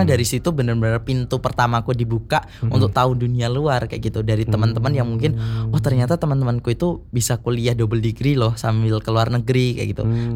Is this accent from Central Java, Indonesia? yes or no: yes; Central Java, Indonesia; moved away as an adult; also born or lived in Surabaya; Aku asalnya Jawa Tengah.